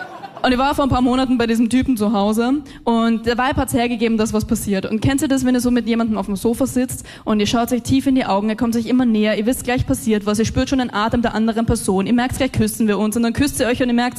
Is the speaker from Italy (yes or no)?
no; Austria; Ja, Leute, ich komme aus Österreich, manche Dinge stimmen.